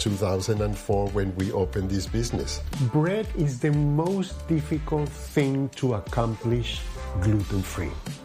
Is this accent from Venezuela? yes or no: yes; Venezuela; now in Brooklyn, United States; I am the owner of Everybody Eats, gluten-free bakery in Brooklyn, New York. I came from Venezuela, running away from the bad political situation